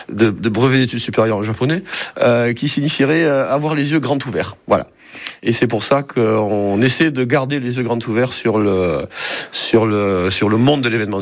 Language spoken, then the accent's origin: French; Toulouse, Occitanie, France; Moi, je suis un Toulousain, ou quasiment